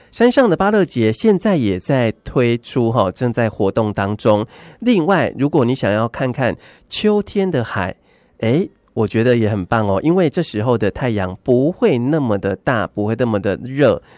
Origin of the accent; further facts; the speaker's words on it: Kaohsiung, Taiwan; 因为我本身是高雄人